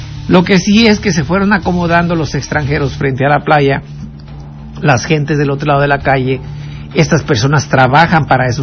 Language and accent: Spanish; Mexico